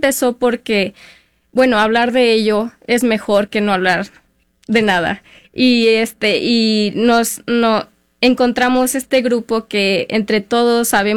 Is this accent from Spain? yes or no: no; Mexico; moved away; aceptar mis raíces y a no esconderme y a decir, yo soy mexicana